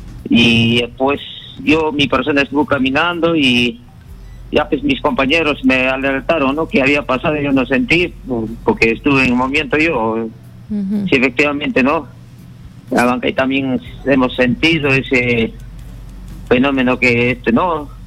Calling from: Abancay, Apurímac, Peru; Le estoy llamando desde Abancay … desde la ciudad de Abancay.

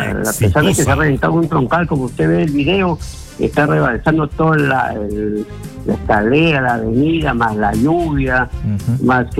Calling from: Lima, Peru; de Vía María del Triunfo

